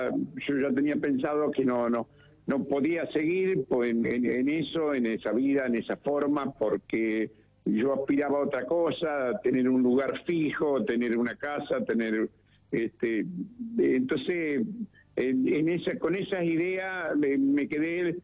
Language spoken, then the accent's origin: Spanish; Lucas González, Entre Ríos, Argentina; born there; desde que yo nací en Entre Ríos, en Luca González, porque el circo de mis padres pasaban por ahí.